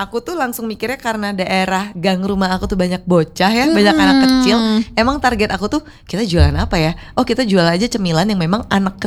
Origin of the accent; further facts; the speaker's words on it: Palembang, South Sumatra, Indonesia; now in Bandung, Indonesia; Aku orang Palembang.